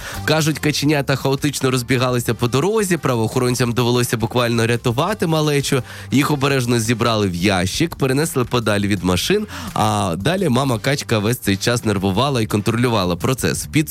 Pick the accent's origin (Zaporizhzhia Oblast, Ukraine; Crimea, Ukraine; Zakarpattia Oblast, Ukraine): Zaporizhzhia Oblast, Ukraine; Zaporizhzhia; І от стався в Запоріжжі, в моєму рідному місті, доволі милий затор.